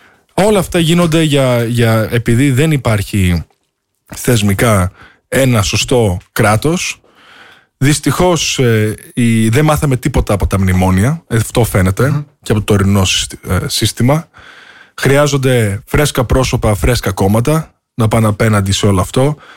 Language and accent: Greek; Greece; moved away; also born or lived in United States; Είμαι εδώ επειδή άλφαγα από την πατρίδα μου.